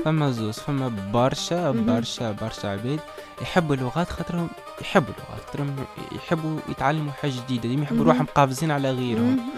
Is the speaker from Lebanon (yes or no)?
no; Tunisia; الدوله التونسيه ما شاء الله عليها وفرت لنا برشا لغات